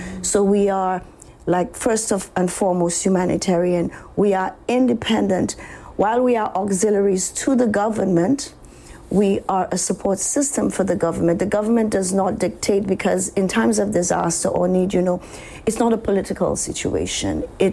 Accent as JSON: {"language": "English", "town": "Blue Hills", "region": "Providenciales", "country": "Turks & Caicos Islands", "said": "But because I am from Blue Hills, I want my container to be dispersed to the persons in Blue Hills."}